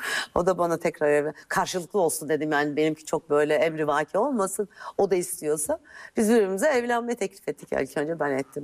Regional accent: Malatya, Turkey; İyi ki diyorum çıkmışım ama iyi ki de orada Malatya'da doğmuşum. İyi ki orada kayısı yiyerek, beynime fosfor göndererek büyümüşüm.

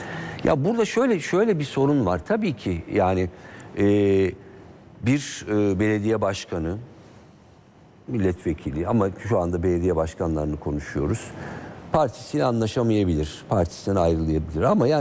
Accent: Aydın, Turkey; Ama yani şimdi işte Aydın'daki seçmen, ki ben Aydınlıyım.

